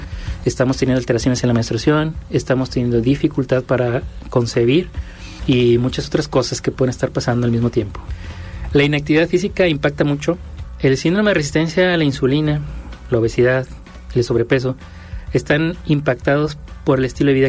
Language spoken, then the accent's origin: Spanish; Mexico; como mexicanos no tenemos una muy buena cultura de cómo alimentarnos